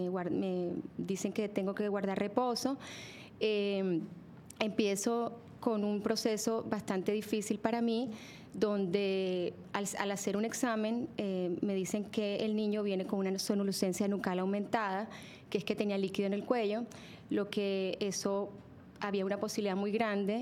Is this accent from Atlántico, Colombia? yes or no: yes; Barranquilla, Atlántico, Colombia; soy de Barranquilla, Colombia, tengo 44 años, madre de 3 hermosos hijos. Vengo de una familia muy católica